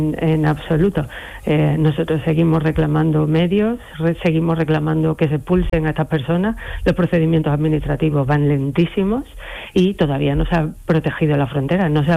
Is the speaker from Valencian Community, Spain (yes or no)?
no; Ceuta, Spain; la situación en la que vivimos los ceutíes